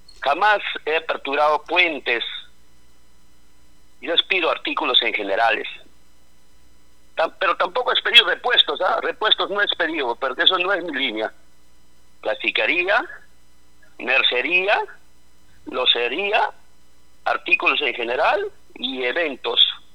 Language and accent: Spanish; Mazamari, Junín, Peru